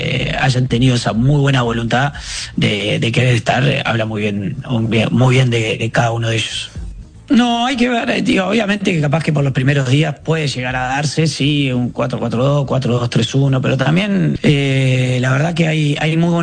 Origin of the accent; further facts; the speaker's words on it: Uruguay; soy uruguayo